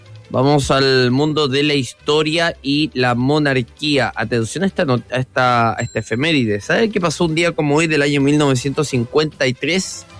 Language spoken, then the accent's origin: Spanish; Concepción, Biobío, Chile; yo soy de Concepción.